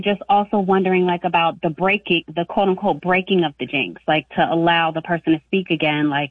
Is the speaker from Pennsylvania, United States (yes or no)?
no; New York, United States; And I grew up in Long Island, so.